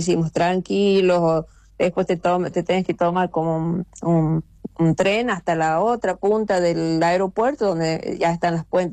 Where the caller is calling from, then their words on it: Chilecito, La Rioja, Argentina